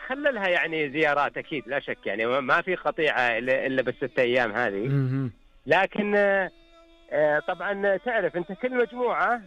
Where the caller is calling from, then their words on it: Khobar, Eastern Province, Saudi Arabia; أكلمك من الخبر